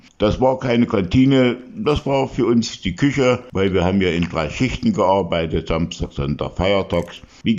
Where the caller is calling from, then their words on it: Leipzig, Saxony, Germany; ich komme aus Leipzig, ich bin Rentner. Ich war früher bei der LVB in Leipzig, Straßenbahn.